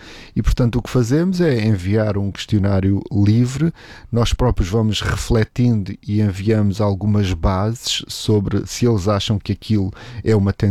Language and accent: Portuguese; Algarve, Portugal; moved away as an adult; now in Lisbon, Portugal; Então, eu vim lá do Algarve para Lisboa para estudar Direito e depois quis a vida que eu alinhasse aí para outras atividades.